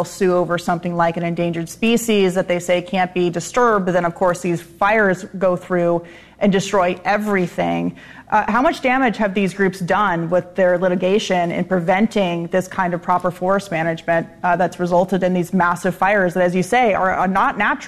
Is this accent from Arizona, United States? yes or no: yes; Arizona, United States; I'm from Arizona. I grew up in the ponderosa pine trees. Fire season came and went every single year.